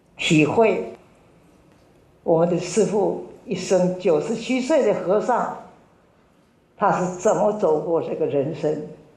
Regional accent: Taiwan; 我们台湾人

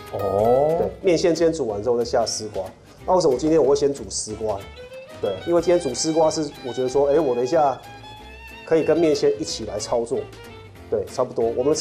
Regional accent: Taiwan; 就像我们台湾人炒面也是这样子

